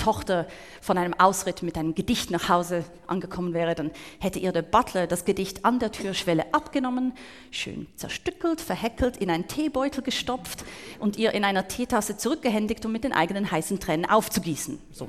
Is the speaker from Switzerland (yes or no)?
yes; Switzerland; als Schweizerin